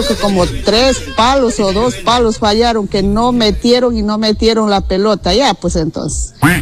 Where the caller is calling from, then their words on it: Ecuador; nosotros como buenos ecuatorianos